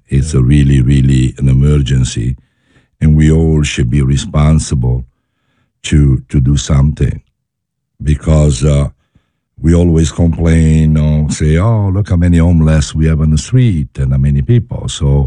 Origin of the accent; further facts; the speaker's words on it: Naples, Campania, Italy; English is a second language; moved away; Yeah, I'm from Naples.